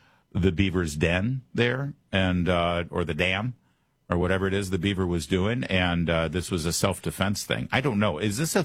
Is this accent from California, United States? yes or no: no; Michigan, United States; now in Maryland, United States; we had beavers growing up in Michigan a bit